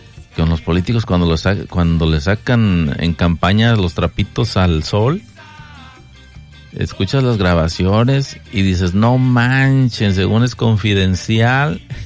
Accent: Mexico

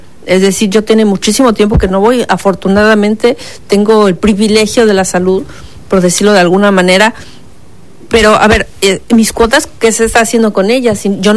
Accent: Playa del Carmen, Quintana Roo, Mexico; Nosotros somos de Playa del Carmen, entonces lo trasladaron al materno infantil porque acá está en Playa del Carmen, no había este especialista.

